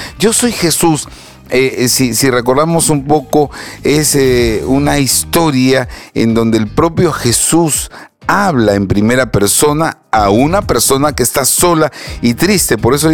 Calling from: Trujillo, La Libertad, Peru; de Trujillo. En Trujillo también despierto con Betel.

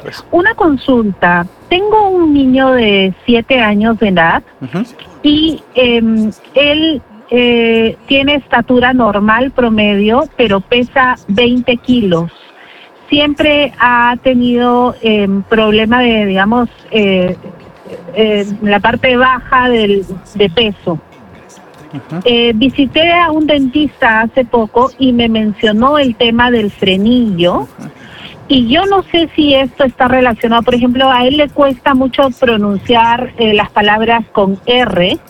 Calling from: Lima, Peru

